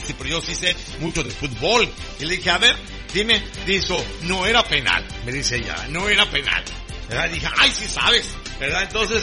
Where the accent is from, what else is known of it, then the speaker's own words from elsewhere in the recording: Mexico; nosotros los mexicanos unidos con esta energía, apoyando a nuestra selección mexicana